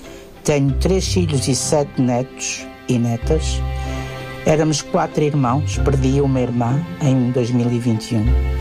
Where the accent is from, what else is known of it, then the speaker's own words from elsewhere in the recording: Porto, Norte, Portugal; Nasci e moro no Porto.